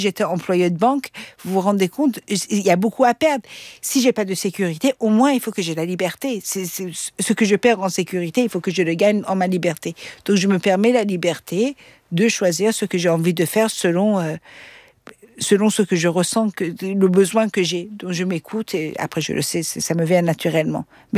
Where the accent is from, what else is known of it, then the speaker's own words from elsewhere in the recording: Austria; first language Persian; French is a second language; Je parlais le persan, mes parents ils m'ont mis dans une école francophone, après j'ai grandi en Autriche. Voilà, après, bon, l'anglais, il fallait quand même le parler